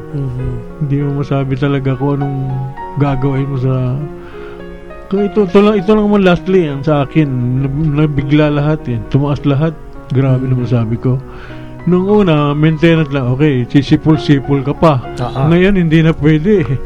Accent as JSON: {"language": "Tagalog", "town": "Taal", "region": "Calabarzon", "country": "Philippines", "tie": "born or raised there", "said": "Ako, tubong Batangas ako. Batangas talaga, Taal."}